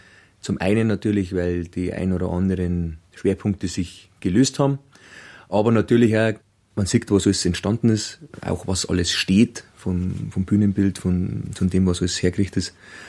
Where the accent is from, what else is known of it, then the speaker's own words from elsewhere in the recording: Bavaria, Germany; Persönlich bin ich direkt an die Berg aufgewachsen. Meine Familie hat auch eine Alm in die Berg, die Schlossalm.